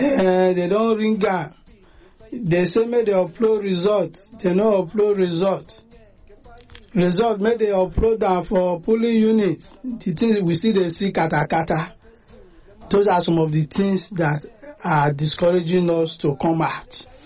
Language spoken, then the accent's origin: English; Nigeria